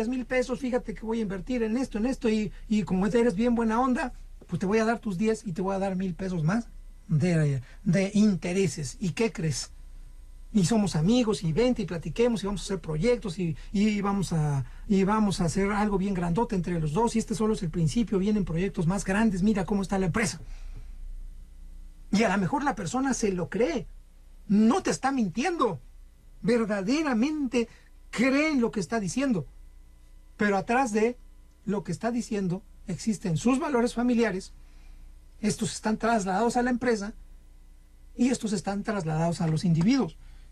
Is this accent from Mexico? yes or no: yes; Mexico; esto somos nosotros como mexicanos, qué feo, ¿verdad?